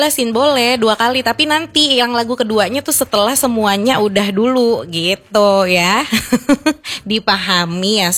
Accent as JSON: {"language": "Indonesian", "region": "Jakarta", "country": "Indonesia", "tie": "born or raised there", "moved": "yes", "lives_now": "Manado, Indonesia", "said": "aku juga jadi kangen nih sama Jakarta ya, aku ingin pulang kampung. Aduh, jadi kangen pulang kampung Jakarta"}